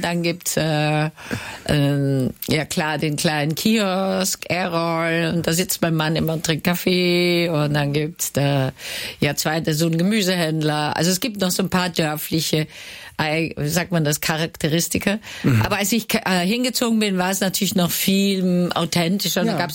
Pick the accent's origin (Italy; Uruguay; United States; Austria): Austria; Vienna; now in Hamburg, Germany; Und als Wienerin bin ich ja Traditionalistin, vor allem was die Gebäude angeht.